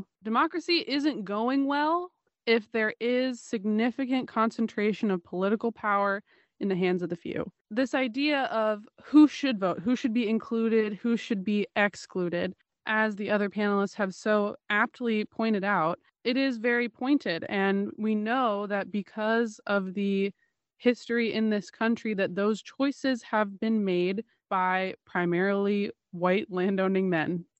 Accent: Oregon, United States; This is something that I became aware of recently from someone who moved to my home state, Oregon, from Georgia

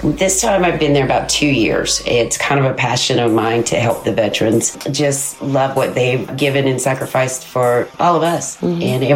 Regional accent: East Coast, United States; now in Oregon, United States; I grew up in the East Coast, and I moved out here in beautiful Oregon in the 80s.

